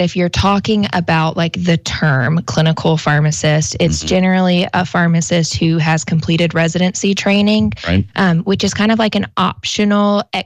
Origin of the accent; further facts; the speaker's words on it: Manning, South Carolina, United States; moved away as an adult; now in Sumter, United States; I'm originally from Manning. Graduated from Manning High School. And then now I'm in Sumter. We have lived here for going on 3 years now.